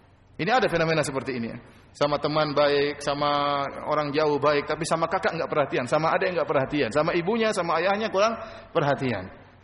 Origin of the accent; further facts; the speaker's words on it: South Sulawesi, Indonesia; Ya, saya orang Bugis, ente orang Madura. Gimana sambungnya? Kita bukan kerabat.